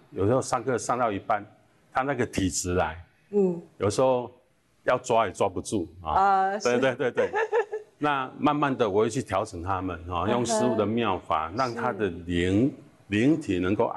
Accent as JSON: {"language": "Chinese", "region": "southern Taiwan", "country": "Taiwan", "said": "我就很年轻，我就在、我常跑这个宫庙啊，这个我们乡下人在南部很多这种宫庙文化"}